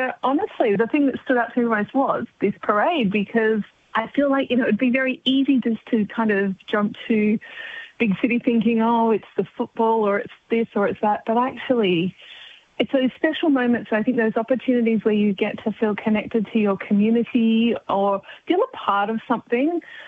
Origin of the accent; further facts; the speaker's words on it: Adelaide, South Australia, Australia; Like, I grew up in Adelaide